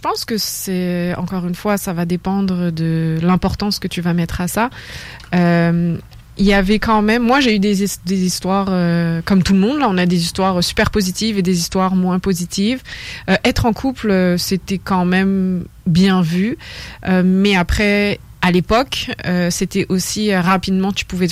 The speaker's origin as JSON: {"language": "French", "country": "France", "moved": "as an adult", "lives_now": "Quebec, Canada", "said": "ça fait 9 ans que j'ai quitté la France"}